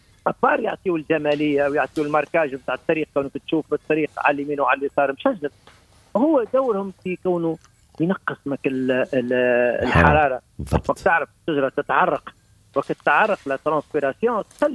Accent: Tunisia; now in Kelibia, Tunisia; وقعت جابي في بلدي تونس اللي هي تبارك الله معناتها بلدة عاصمة وعندها برشا تاريخ في التشجير، وبالطبيعة يعني ما قعدت برشا في بلدة تونس، استقلت بلدة قليبيا عام 88 سبتمبر

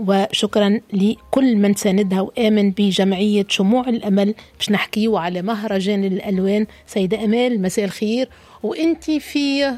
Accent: Hergla, Sousse Governorate, Tunisia; باش نكونوا موجودين في فضاء سياحي جميل في هرقلة من الخمسة حتى للسبعة في زاهية حومتنا،

